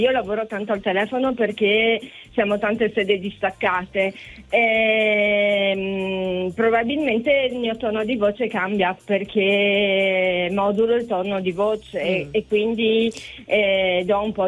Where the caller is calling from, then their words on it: Friuli-Venezia Giulia, Italy; Chiamo dalla provincia di Udine.